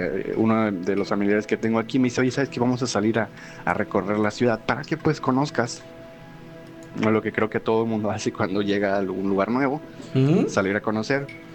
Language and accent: Spanish; Monterrey, Nuevo León, Mexico; now in United States; Yo, como les he comentado en audios anteriores, yo soy de Monterrey, de México.